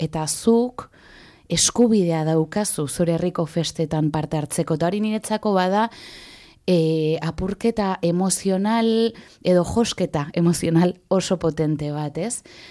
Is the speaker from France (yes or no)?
no; Hondarribia, Basque Country, Spain; Eta ni banaiz Hondarribian jaio eta hazi den, baina inoiz Hondarribiartasun puru hori etzeukan pertsona horietako bat